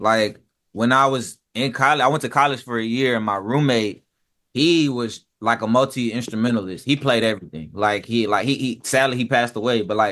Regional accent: Louisiana, United States; I'm from Louisiana, so it's like the jazz is engraved in me.

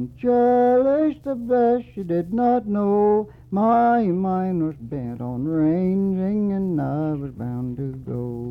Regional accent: Coleman County, Texas, United States; also born or lived in Tennessee; I went back to Tennessee and I was born, and they brought me here when I was an infant. Coleman County.

